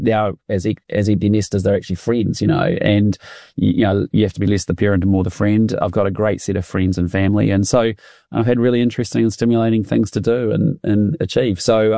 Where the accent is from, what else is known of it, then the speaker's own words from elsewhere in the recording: Christchurch, Canterbury, New Zealand; You know, I'm a boy from Bishopdale, Christchurch. I got to travel and live all around the world doing incredible things and having a lot of fun along the way.